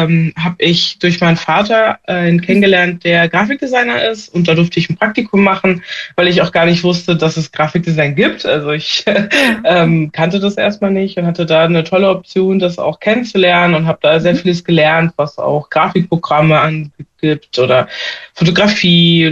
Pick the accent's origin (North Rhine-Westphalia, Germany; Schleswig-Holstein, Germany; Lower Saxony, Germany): North Rhine-Westphalia, Germany; Bonn; bin gebürtige Bonnerin oder Bad Godesberg, sage ich immer gerne dazu. und bin 32 Jahre alt und bin Künstlerin aus Bonn.